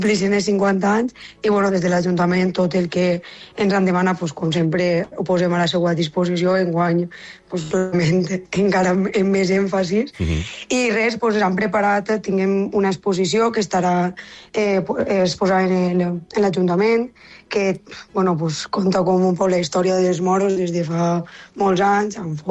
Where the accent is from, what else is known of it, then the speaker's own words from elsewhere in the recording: Benigànim, Valencian Community, Spain; clar, és el meu poble